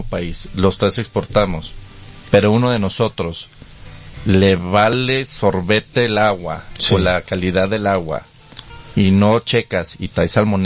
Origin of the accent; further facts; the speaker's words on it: Jalisco, Mexico; yo soy de Jalisco